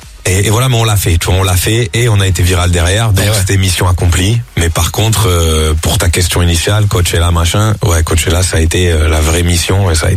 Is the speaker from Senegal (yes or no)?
no; Marseille, Provence-Alpes-Côte d'Azur, France; Ben, je viens de Marseille, donc forcément, je me dis, à un moment donné, ça pourrait être cool de le faire.